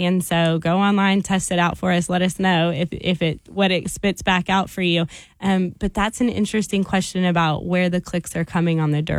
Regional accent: Arkansas, United States; I grew up in Arkansas

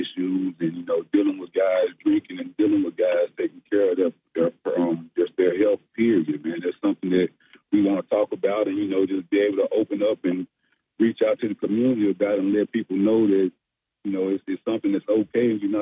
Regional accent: Little Rock, Arkansas, United States; born or raised there

